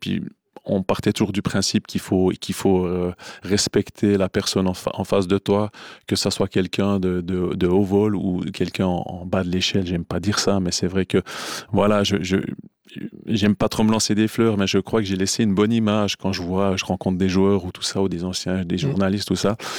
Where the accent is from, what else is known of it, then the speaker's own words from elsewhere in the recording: Courtemaîche, Jura, Switzerland; Je viens de Courtemèche.